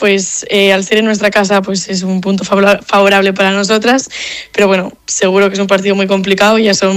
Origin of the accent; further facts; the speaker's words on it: Santander, Cantabria, Spain; las que somos de Santander